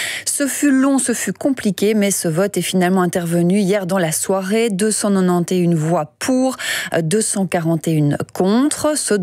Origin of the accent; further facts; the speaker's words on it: Belgium; chez nous en Belgique, hein, notre pays